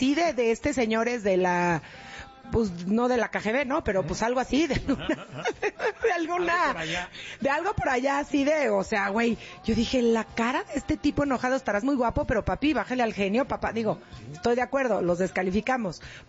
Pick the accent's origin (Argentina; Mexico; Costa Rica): Mexico; Obviamente, como buena mexicana, no me quiero ilusionar